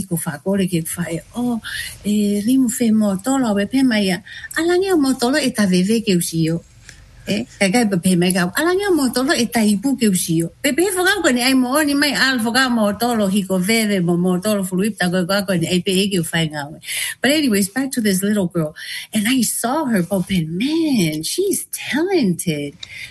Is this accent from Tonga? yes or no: yes; Tonga; I always love to share with my soldiers, like, oh, I'm from Tonga, ba wako ika nao tole lea whaka Tonga.